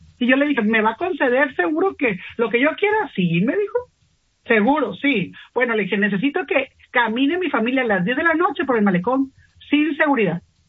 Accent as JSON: {"language": "Spanish", "region": "Sinaloa", "country": "Mexico", "said": "trabajamos sentados, porque así somos los sinaloenses, de frente, para trabajar y contribuir."}